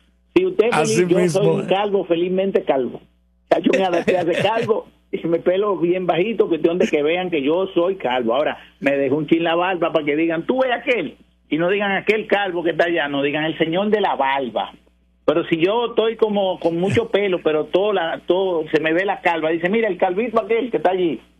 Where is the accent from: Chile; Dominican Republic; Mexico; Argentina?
Dominican Republic; now in Puerto Rico; yo amo mi país, mi país de origen, República Dominicana, mi país adoptivo. Yo le agradezco tanto a Puerto Rico